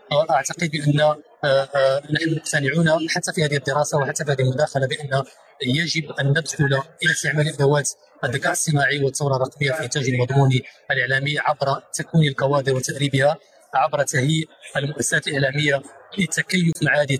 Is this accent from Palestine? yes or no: no; Morocco; أنا أستاذ مغربي في معهد عالي لمهنة السمع البصري والسينما.